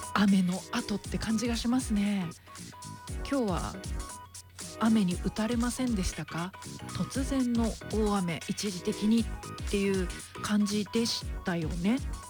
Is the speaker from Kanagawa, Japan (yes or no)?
yes; Kanagawa, Japan; 私今日地元の神奈川をね出てきた